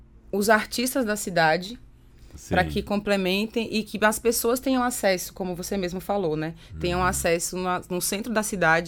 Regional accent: Bahia, Brazil; now in Brasília, Brazil; Eu sou baiana.

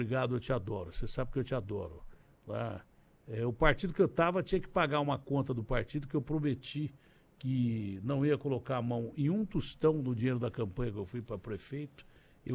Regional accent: Brazil

